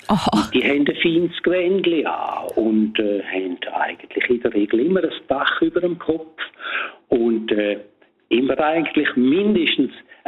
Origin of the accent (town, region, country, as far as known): Domat/Ems, Graubünden, Switzerland; born or raised there